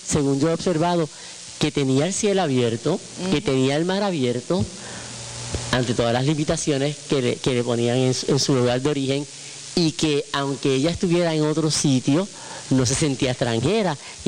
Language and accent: Spanish; San Germán, Puerto Rico; nosotros como puertorriqueños y como sanjermeños